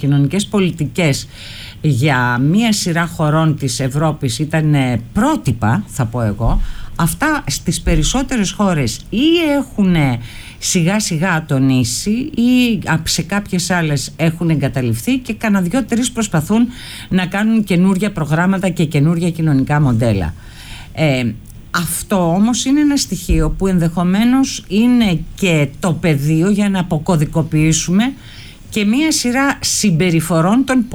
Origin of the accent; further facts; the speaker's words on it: Greece; η κατάσταση που βιώνουμε εμείς εδώ ως Έλληνες πολίτες, αλλά είμαστε και πολίτες της Ευρώπης